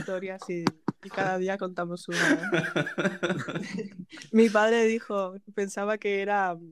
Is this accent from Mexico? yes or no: no; Galicia, Spain; yo soy gallega